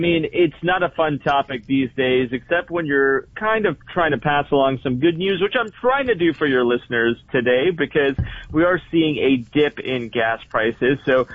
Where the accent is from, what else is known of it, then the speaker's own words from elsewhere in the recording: Vancouver, British Columbia, Canada; moved away; I'm from Vancouver